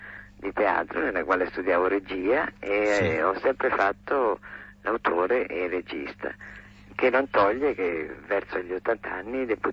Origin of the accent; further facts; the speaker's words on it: Rome, Lazio, Italy; born there; No, la famiglia di origine di Zurigo, ma un'origine molto lontana, perché sono, sì, tre generazioni da mio padre che sono italiani.